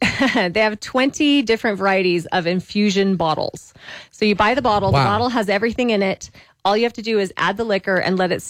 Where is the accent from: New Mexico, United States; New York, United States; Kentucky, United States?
New Mexico, United States; Belen; because I'm from Belen.